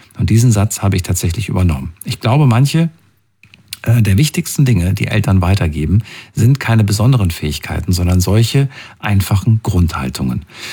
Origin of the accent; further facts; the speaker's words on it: North Rhine-Westphalia, Germany; Ich komme aber auch aus NRW.